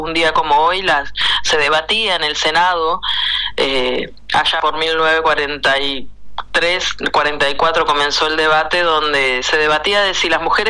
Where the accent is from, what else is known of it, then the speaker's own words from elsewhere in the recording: Argentina; nuestra historia como argentinos, como argentinas.